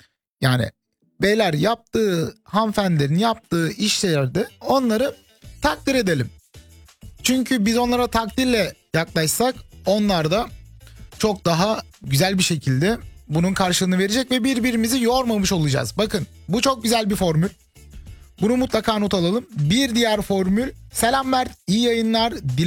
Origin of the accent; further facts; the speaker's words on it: Rize, Turkey; Rizeliyim ya, normal, düz. Gerçi düz de sayılmaz ya. Babam Rizeli, annem Karslı. Ben böyle ikisinin ortası Artvin.